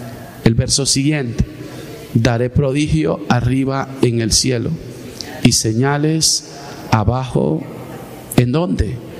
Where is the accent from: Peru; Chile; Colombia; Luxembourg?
Colombia; La Guajira; moved away; cómo está mi tierra, cómo está La Guajira